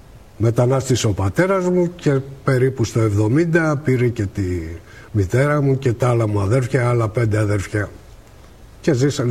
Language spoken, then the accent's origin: Greek; Central Greece, Greece; Γεννήθηκα στην Εύβοια, σε κάποιο χωριό της Εύβοιας, κοντά στο Αλιβέρι.